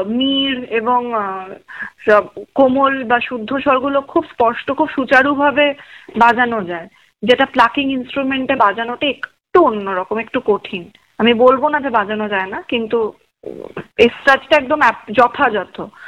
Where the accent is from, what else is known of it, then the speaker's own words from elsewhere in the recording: Bengal, India; যেহেতু আমি বাঙালি, তার উপরে ভারতীয়, তার উপরে আবার বাঙালি